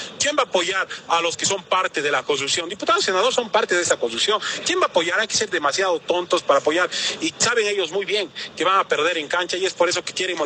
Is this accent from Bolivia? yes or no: yes; Bolivia; nosotros somos bolivianos.